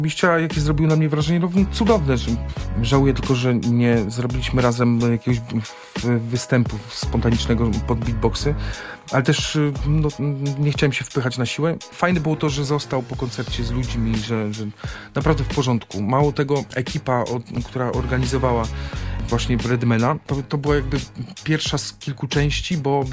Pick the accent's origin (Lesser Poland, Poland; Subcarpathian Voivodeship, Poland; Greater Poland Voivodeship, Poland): Subcarpathian Voivodeship, Poland; Pruchnik; No ja wychowywałem się w okolicach Pruchnika